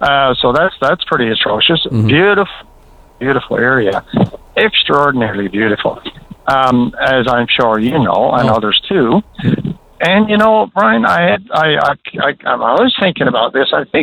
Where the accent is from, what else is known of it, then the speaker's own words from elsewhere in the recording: North Harbour, Newfoundland and Labrador, Canada; my hometown of North Harbour